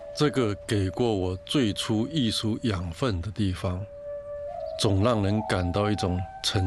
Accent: Quanzhou, Fujian, China; moved away; 每次回到泉州，我总喜欢到处走走。在这座城市里，我会觉得特别的踏实、舒服。

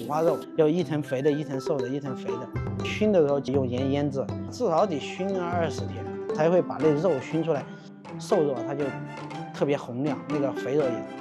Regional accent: Xiangxi, Hunan, China; 我们湘西这边的腊肉比较出名嘛，它是属于我们湘西这边一个特色菜。

